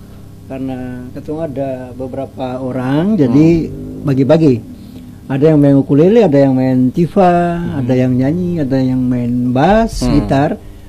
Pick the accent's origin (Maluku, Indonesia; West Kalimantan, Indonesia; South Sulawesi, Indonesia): Maluku, Indonesia; Musik yang menjadi identitas kita, bah itulah musik kita orang Maluku.